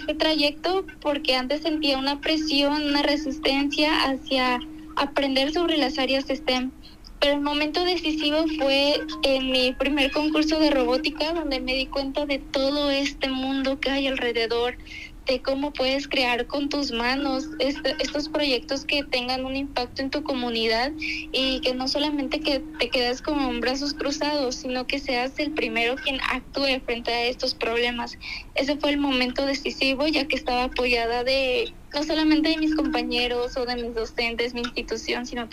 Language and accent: Spanish; Papantla, Veracruz, Mexico; now in Xalapa, Mexico; Soy originaria de Papantla del Arte, Veracruz